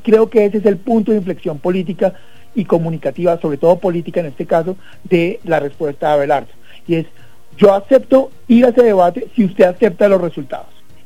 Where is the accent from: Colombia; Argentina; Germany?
Colombia